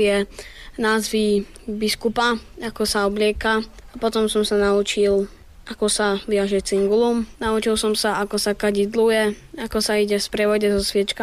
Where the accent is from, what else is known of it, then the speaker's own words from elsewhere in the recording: Bardejov, Prešov Region, Slovakia; Ja som prišiel z Bardejova … a ministrujem vo farnosti Sveta Egidia.